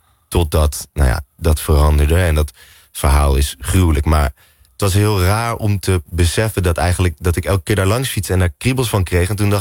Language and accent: Dutch; Apeldoorn, Gelderland, Netherlands; ik kom uit Apeldoorn.